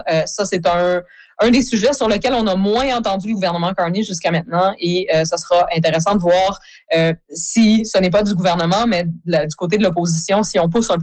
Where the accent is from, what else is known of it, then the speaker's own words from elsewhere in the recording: Atlantic Canada, Canada; also born or lived in Labrador; en tant que Canadienne atlantique et ancienne labradorienne